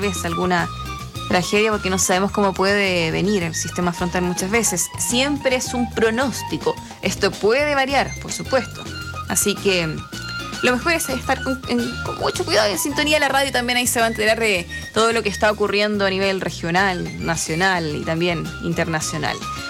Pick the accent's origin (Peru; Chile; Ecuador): Chile; Pero, como buena chilena, digo que es chilena.